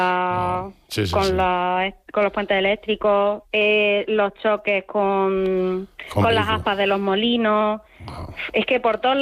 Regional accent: Villacarrillo, Andalusia, Spain; cuando voy de visita a mi pueblo, en Villacarrillo, allí en Jaén

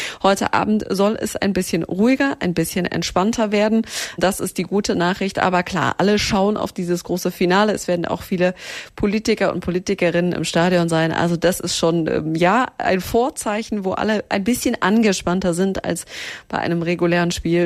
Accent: Germany; wo kommst du denn her? Habe ich gesagt, aus Deutschland

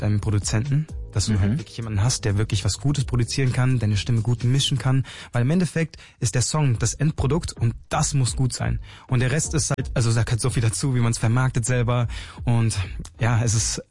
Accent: China; Weil, ich bin Chinese und meine Cousine tatsächlich hat mich in K-Pop reingeführt.

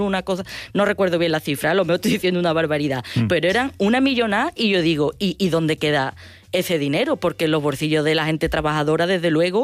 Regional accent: Andalusia, Spain; y en mi pueblo, Cacena del Campo, no, nos pasó, ¿no? No podemos seguir manteniendo estos modelos y ya hablando de Huelva

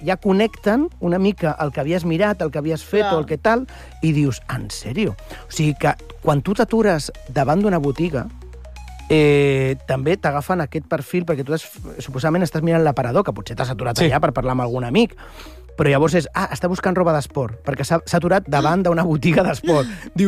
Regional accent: Catalonia, Spain; els catalans sí tenim sentit de l'humor

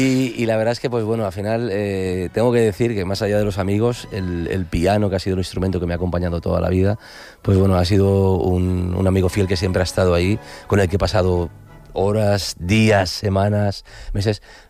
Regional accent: Valencia, Valencian Community, Spain; born there; Yo vengo de Escolapios, de las escuelas pías en Valencia.

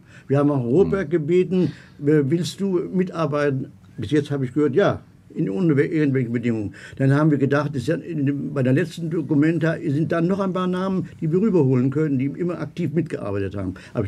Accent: Kassel, Hesse, Germany; born there

